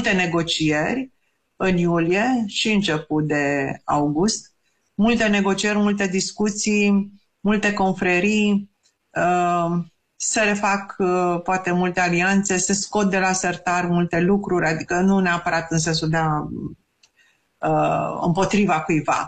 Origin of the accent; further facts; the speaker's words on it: Romania; ca români, ca trăitori în această țară